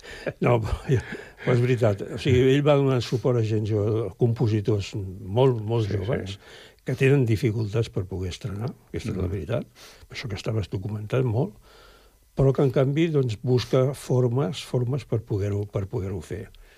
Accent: Andorra; born there; Clar, bueno, som nascuts d'Andorra, per les circumstàncies també especials.

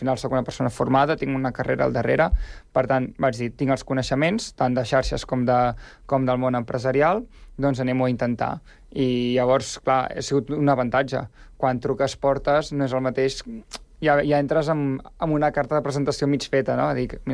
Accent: Girona, Catalonia, Spain; Al final, venim de Girona, que és també, jo considero que és una ciutat petita

